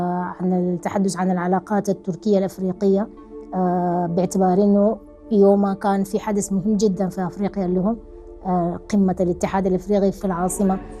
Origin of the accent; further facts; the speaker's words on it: Sudan; now in Turkey; أنا من السودان